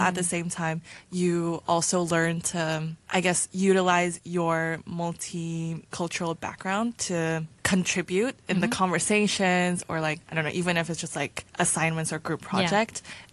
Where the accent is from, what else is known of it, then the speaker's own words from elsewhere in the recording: South Korea; English is a second language; When they ask me, where are you from? I say, oh, I'm from Korea.